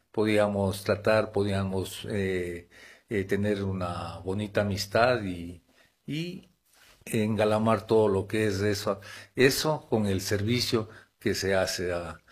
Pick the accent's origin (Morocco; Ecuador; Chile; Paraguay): Ecuador; Morona Santiago; born there; first language Shuar; Spanish is a second language; moved away; yo nací en Cuchaenza, entonces yo lo primero que aprendí a hablar fue el Shuar. Entonces yo nací en Cuchaenza